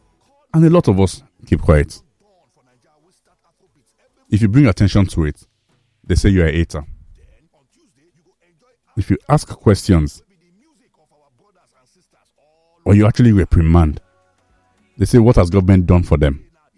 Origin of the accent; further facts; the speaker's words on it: Lagos, Nigeria; Growing up in Lagos